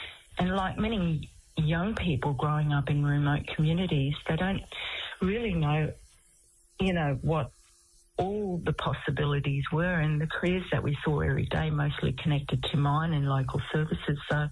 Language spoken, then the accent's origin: English; Weipa, Queensland, Australia; also born or lived in Old Mapoon; So, growing up in Weipa in Old Mapoon in Far North Queensland, my childhood was adventurous and it was fun.